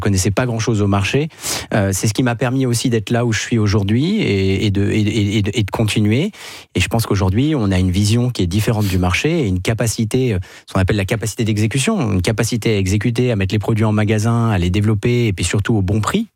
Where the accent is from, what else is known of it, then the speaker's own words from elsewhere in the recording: France; parce qu'on est français